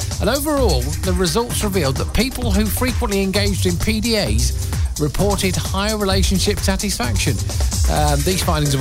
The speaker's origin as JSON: {"language": "English", "country": "United Kingdom", "said": "Yes, stop that, we're British."}